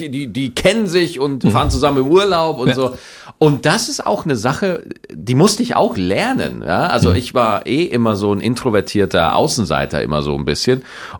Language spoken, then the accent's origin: German; Bavaria, Germany; aber je näher ich tatsächlich an meine Heimat Niederbayer komme, umso schneller hört man dann raus